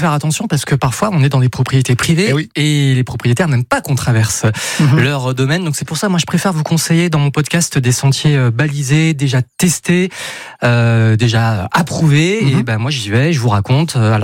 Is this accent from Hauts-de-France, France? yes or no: yes; Hauts-de-France, France; moved away as an adult; also born or lived in Paris; now in Aix-en-Provence, France; les auditeurs les plus fidèles savent que j'ai grandi en Picardie, dans l'Oise. Alors dans l'Oise, il y a des forêts et des champs de betteraves, donc c'est pas un coin à randonner.